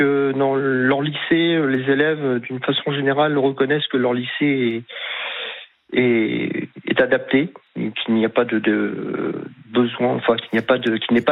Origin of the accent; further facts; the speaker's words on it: Cherbourg, Normandy, France; je suis de Normandie, exactement à Cherbourg.